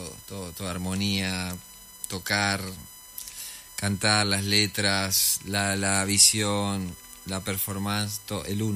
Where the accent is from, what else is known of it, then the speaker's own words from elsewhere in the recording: Concordia, Entre Ríos, Argentina; moved away; also born or lived in Rosario; Soy de Rosario, pero me crié en Concordia